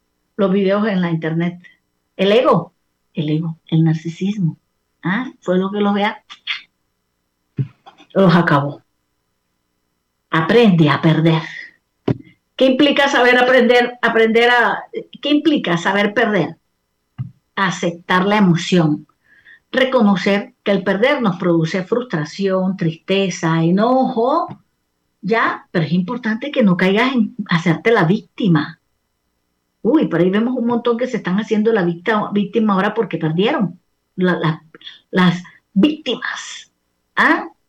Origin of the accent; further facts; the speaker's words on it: Colombia; estaban riéndose de lo vivos y astutos que somos los colombianos